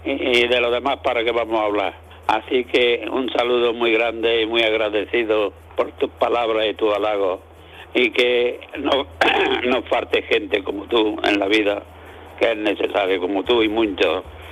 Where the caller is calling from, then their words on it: Almuñécar, Andalusia, Spain; de Almuñécar.